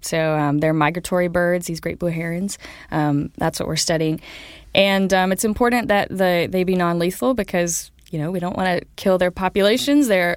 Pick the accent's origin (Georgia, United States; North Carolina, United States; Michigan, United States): Georgia, United States; Yeah, I'm originally from Georgia, so Kansas is very foreign to me.